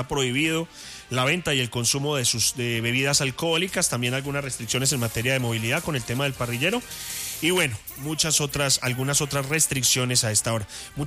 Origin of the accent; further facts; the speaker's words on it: Colombia; nosotros, como buenos colombianos, dejamos todo para el final.